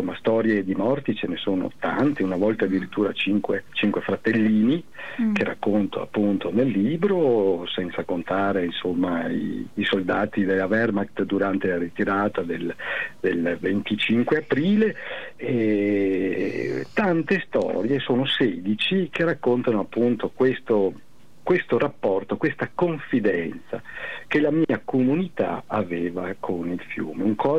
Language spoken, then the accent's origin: Italian; Masi, Veneto, Italy; io sono nato in riva all'Adige